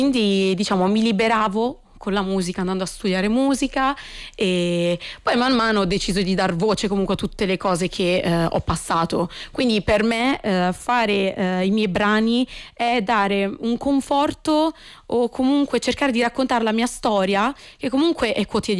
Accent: Rome, Lazio, Italy; born there; sono nata a Rocche, per carità, cioè la mia città natale assolutamente, però Cosenza ha qualcosa in più proprio di affettivo e di personale.

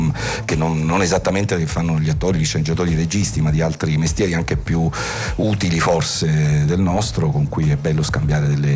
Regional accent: Calabria, Italy; io poi essendo calabrese

